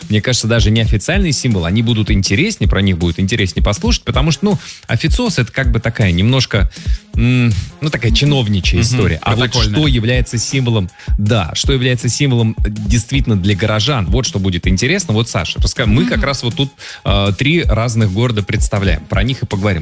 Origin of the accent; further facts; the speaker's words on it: Moscow, Russia; я родился в Москве. Про Москву, с одной стороны, практически все очень многое знают. И действительно, там символы вот эти вот классические, там Красная площадь, что-то еще. Но для меня, я вырос в Измайлово, родился и вырос в Измайлово.